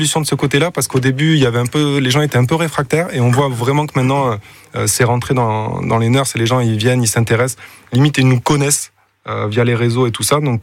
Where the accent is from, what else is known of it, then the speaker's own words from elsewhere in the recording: Occitanie, France; c'est peut-être parce que je viens de Cerdagne, mais j'ai ce truc un peu saisonnier